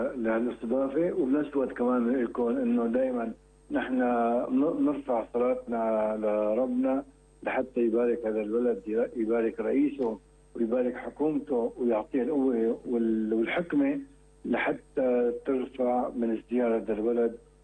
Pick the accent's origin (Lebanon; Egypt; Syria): Syria; نحن كسوريين